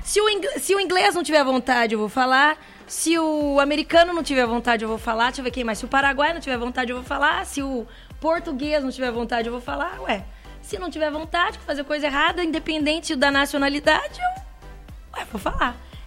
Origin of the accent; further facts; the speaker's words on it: Brazil; Eu, como brasileira